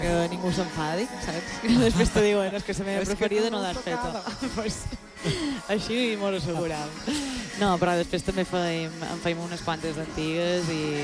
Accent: Mallorca, Balearic Islands, Spain

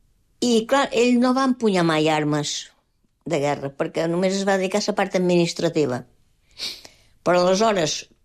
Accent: Mahón, Balearic Islands, Spain; born there; I vaig néixer a Menorca, jo vaig néixer a Mó, un 3 de desembre del 40.

